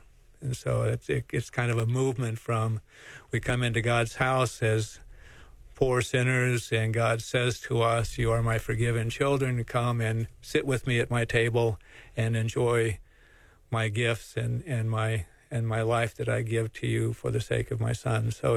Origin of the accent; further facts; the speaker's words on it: Nebraska, United States; now in Johnson City, United States; I came here from Nebraska, where you couldn't throw a rock without hitting a Lutheran